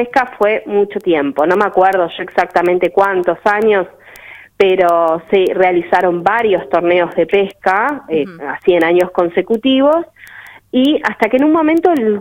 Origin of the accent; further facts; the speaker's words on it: Puerto San Julián, Santa Cruz, Argentina; yo soy de San Julián, me acuerdo que cuando yo era chica, hoy tengo 38 años, pero cuando yo era chica, hasta mis 19 años, se hacía la pesca del cazón.